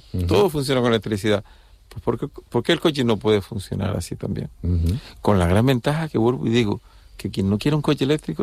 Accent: Las Palmas, Canary Islands, Spain; now in Tenerife, Spain; aunque yo soy de origen de Las Palmas, pero Tenerife la conozco.

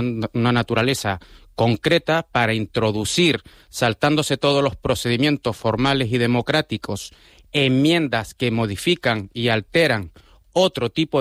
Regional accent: Maspalomas, Canary Islands, Spain; yo, que soy nacido, criado y educado en Maspalomas, en zona turística

